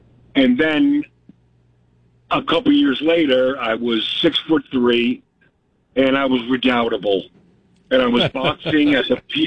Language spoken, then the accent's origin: English; Harrison, New York, United States; look, and I grew up in Harrison, Westchester, a very wealthy place.